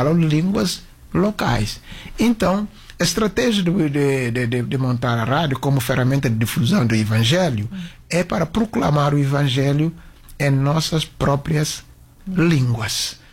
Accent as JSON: {"language": "Portuguese", "region": "Bissau", "country": "Guinea-Bissau", "tie": "born or raised there", "said": "eu consigo falar português porque eu cresci em Bissau"}